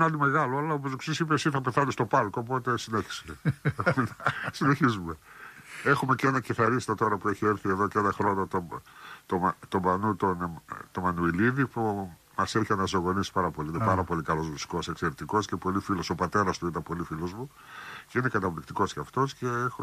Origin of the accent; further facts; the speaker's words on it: Thessaloniki, Central Macedonia, Greece; είμαι από το Πνευματικό Θεσσαλονίκη στο γυμνάσιο